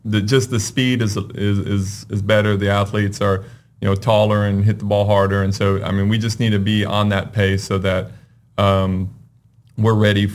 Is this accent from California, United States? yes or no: yes; California, United States; So I grew up in California, and I played in high school.